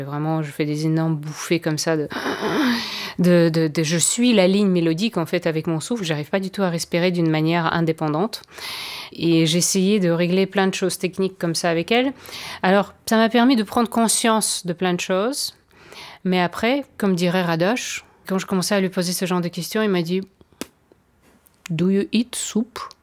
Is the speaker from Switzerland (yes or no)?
no; France; accent: French; quand je parle allemand, j'ai un accent français